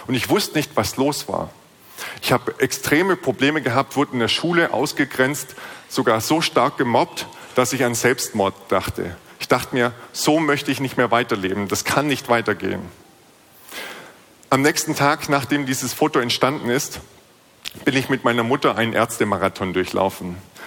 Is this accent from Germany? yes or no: yes; Baden-Württemberg, Germany; moved away; Ich komme aus Baden-Württemberg ursprünglich